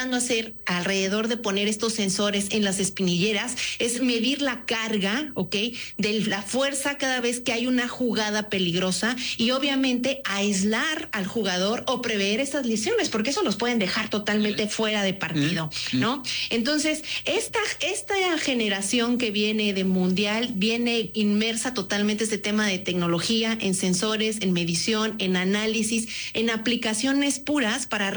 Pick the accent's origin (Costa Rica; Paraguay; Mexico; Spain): Mexico; me encanta ser mexicana.